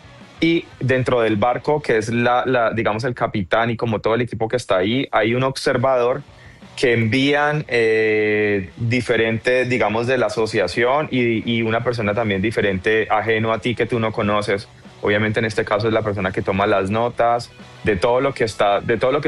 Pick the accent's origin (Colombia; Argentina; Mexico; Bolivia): Colombia; Bueno, en este momento yo estoy representando a Colombia, porque pues soy nadador colombiano.